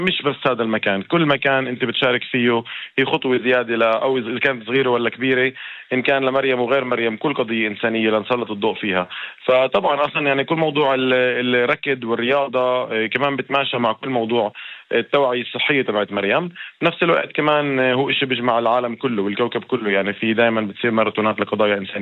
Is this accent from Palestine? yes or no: yes; Palestine; إحنا كشعب فلسطيني